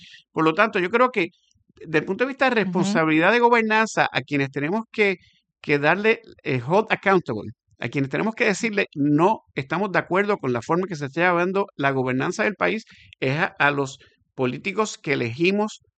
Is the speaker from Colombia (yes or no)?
no; Puerto Rico; Yo como puertorriqueño